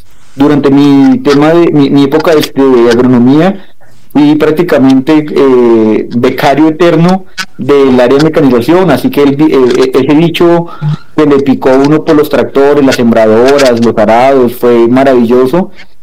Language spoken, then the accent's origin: Spanish; Bogotá, Colombia; moved away as an adult; now in Brazil; colombiano, moreno, pero de Bogotá, un rolo típico.